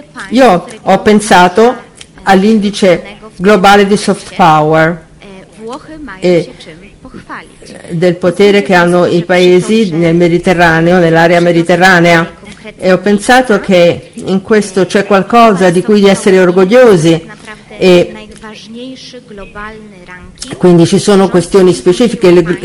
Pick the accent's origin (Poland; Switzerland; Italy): Poland; io vengo dalla Polonia